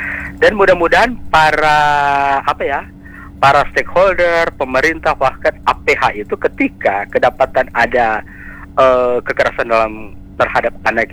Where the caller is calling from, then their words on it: Manado, North Sulawesi, Indonesia; Mungkin itu aja dulu dari saya, dari Manado, Sulawesi Utara.